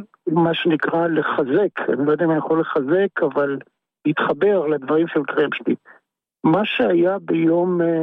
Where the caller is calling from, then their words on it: Sharon, Israel; אני מאזור השרון.